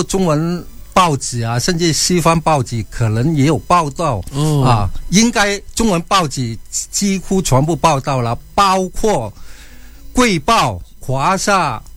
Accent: China; now in Australia; 我们中国人

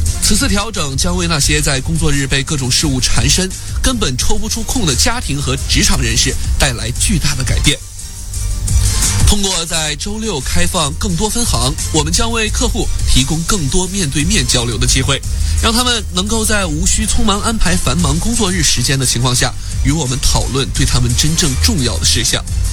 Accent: Australia; 对于很多咱们澳洲人来说真的很不方便。

